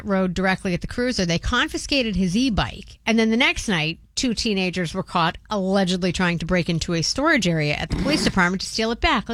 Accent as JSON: {"language": "English", "town": "Swampscott", "region": "Massachusetts", "country": "United States", "tie": "born or raised there", "said": "In my hometown of Swampscott"}